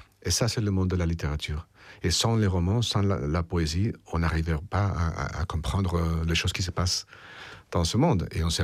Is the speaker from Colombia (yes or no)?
yes; Colombia; moved away as an adult; also born or lived in Barcelona, Spain / Paris, France; now in Madrid, Spain; j'ai vécu 13 ans à Barcelone. Ensuite, je suis rentré en Colombie. Et après 11 ans, je suis venu à Paris pour faire ce livre et pour m'installer maintenant à Madrid.